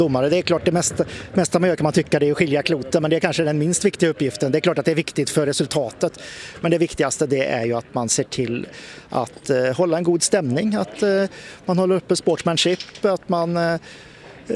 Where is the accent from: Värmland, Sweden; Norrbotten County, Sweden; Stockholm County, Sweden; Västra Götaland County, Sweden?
Värmland, Sweden; Årjäng; Man hör det inte längre, jag har bott många år i Skaraborg nu, men jag växte upp i Årjäng.